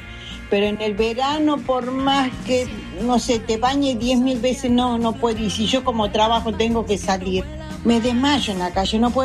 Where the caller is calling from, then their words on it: Lanús Oeste, Buenos Aires Province, Argentina; de Lanús Oeste.